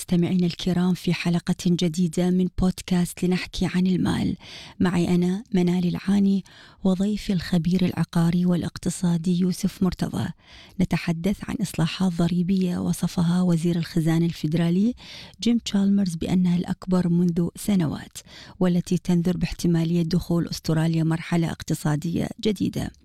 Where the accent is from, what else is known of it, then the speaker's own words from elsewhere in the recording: Iraq; now in Australia; إحنا لما كنا صغار بالعراق